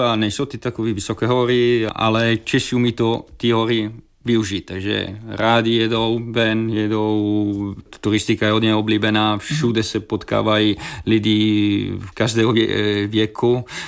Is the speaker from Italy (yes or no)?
yes; Bergamo, Lombardy, Italy; Czech is a second language; moved away as an adult; now in Czech Republic; Já jsem mrdý, že jsem z Bergama, pořád jsem mrdý, že jsem Ital, i když tady chci bydlet a možná získat občanství, ale si myslím, že pořád já budu Ital